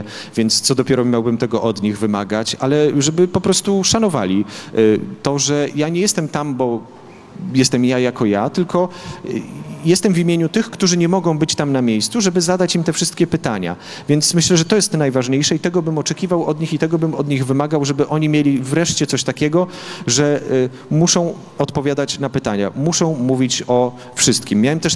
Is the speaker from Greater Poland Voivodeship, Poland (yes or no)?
no; Podlaskie Voivodeship, Poland